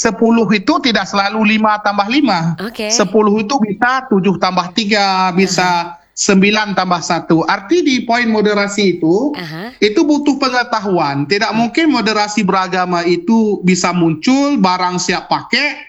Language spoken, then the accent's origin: Indonesian; Aceh, Indonesia; kalau bahasa kita orang Aceh kurang enak badan aja.